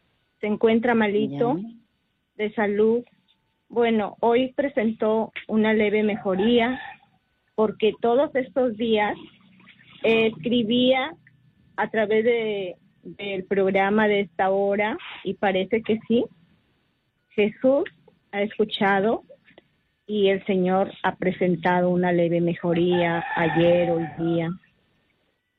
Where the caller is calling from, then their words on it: Sullana, Piura, Peru; estoy llamando desde Sullana